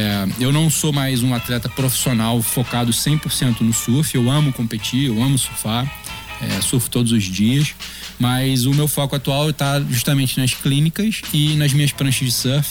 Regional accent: Brazil; não sou eu como brasileiro falando

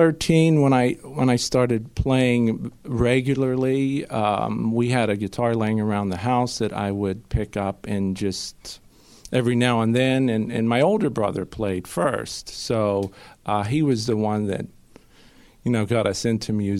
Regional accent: East Pittsburgh, Pennsylvania, United States; I grew up in East Pittsburgh, which would be east of the city, so North Versailles, Turtle Creek area.

